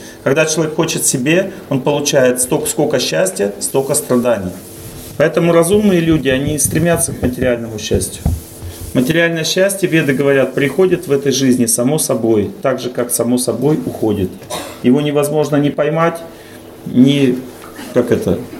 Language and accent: Russian; Urals, Russia; Я тоже с Урала